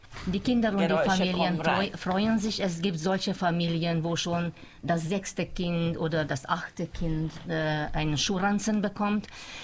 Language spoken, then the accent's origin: German; Mezőtúr, Jász-Nagykun-Szolnok, Hungary; born there; German is a second language; es wäre so schön, diesen Projekt auch auf meine Geburtsstadt Mesotur auszubreiten.